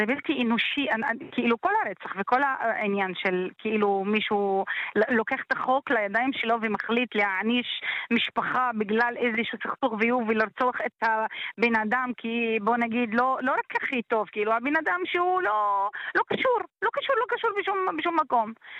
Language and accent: Hebrew; Shefa-'Amr, Northern District, Israel; אני משפרעם